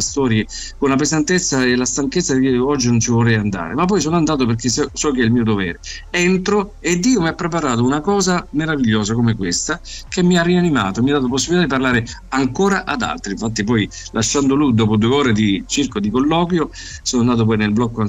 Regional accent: Calabria, Italy; di fronte ad una chiesa evangelica lì nel mio paese in Calabria.

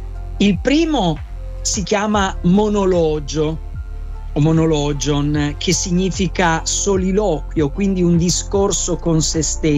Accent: Piedmont, Italy; born there; poco più su di dove sono nato io, in Piemonte

